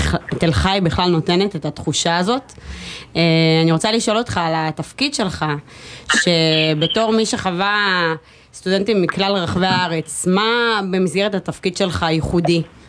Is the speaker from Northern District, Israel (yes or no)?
yes; Northern District, Israel; moved away; אני מקומית, אני מכאן, וחזרתי לכאן אחרי תקופה